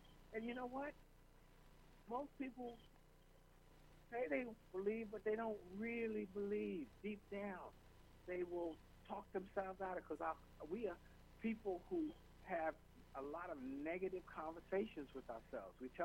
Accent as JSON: {"language": "English", "town": "Washington", "region": "District of Columbia", "country": "United States", "tie": "born or raised there", "said": "I grew up in Washington, D.C., and yeah. I still live there."}